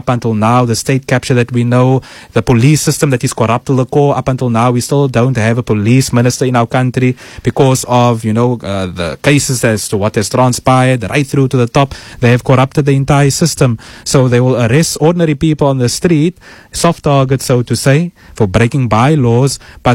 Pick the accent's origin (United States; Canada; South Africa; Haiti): South Africa; Cape Town, Western Cape; I'm from Vanguard Estate. I was at Ryland Side.